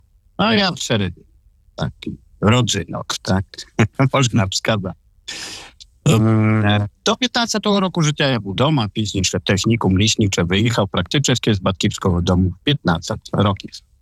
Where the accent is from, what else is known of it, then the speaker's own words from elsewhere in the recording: Gdańsk, Pomeranian Voivodeship, Poland; also born or lived in Gdynia; Народився я в Гдині, жив ціле життя, 15 років свого життя в Гданську.